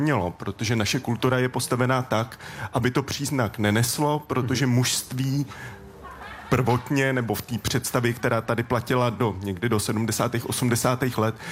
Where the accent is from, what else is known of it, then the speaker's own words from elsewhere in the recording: Stříbro, Plzeň Region, Czechia; Vyrůstal jsem ve Stříbře na Tachovsku